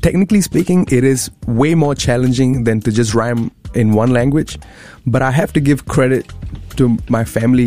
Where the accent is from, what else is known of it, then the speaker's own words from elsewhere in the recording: Singapore; they gave birth to me in Singapore. I mean, they moved to Singapore and then I was born here. I'm the only family member that was born and raised in Singapore.